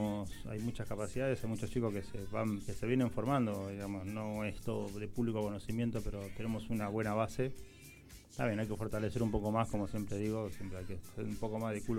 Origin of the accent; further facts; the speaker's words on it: Argentina; ¿de dónde sos? Argentino